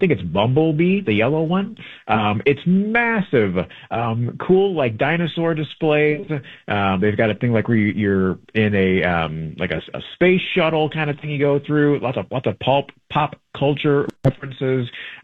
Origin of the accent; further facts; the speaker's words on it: St. Louis, Missouri, United States; my hometown, St. Louis, Missouri, the City Museum.